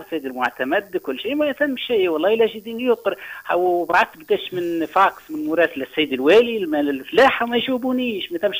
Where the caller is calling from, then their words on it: Sidi Aich, Gafsa Governorate, Tunisia; منزل جمودي سيدي عيش.